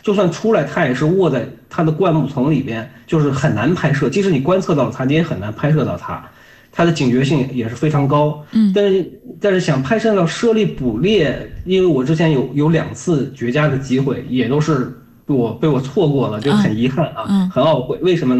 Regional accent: Qinghai, China; 因为我作为一个土生土长的青海人嘛，这些高反呀、饮食呀，包括人文风俗啊，我都非常适应那一片。

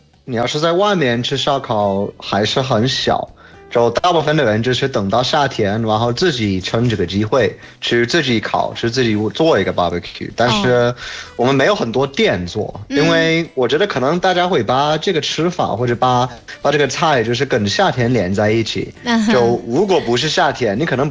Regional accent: United Kingdom; Chinese is a second language; Hey everyone … from the UK. 大家好，

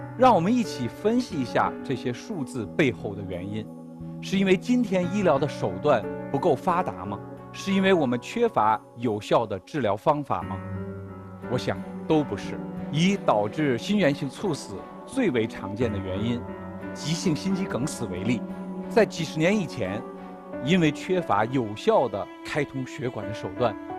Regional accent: China

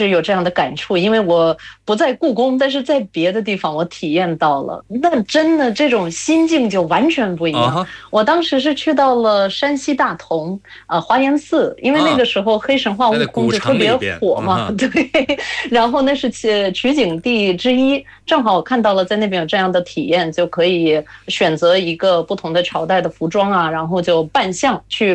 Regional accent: Latvia; Chinese is a second language; moved away; 在我家乡可能情况也是一模一样的。我知道我们的家乡的那种传统服饰。

